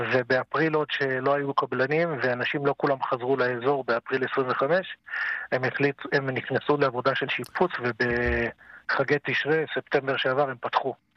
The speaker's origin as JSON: {"language": "Hebrew", "town": "Kiryat Shmona", "region": "Northern District", "country": "Israel", "tie": "born or raised there", "lives_now": "Dafna, Israel", "said": "אני מתגורר 35 שנה בדפנה, ואני עד הצבא גדלתי בקריית שמונה"}